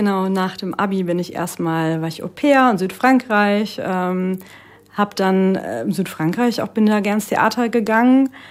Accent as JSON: {"language": "German", "town": "Kelkheim", "region": "Hesse", "country": "Germany", "tie": "born there", "also_born_or_lived": "Frankfurt", "said": "Ich war damals in Kelkheim auf einer Schule."}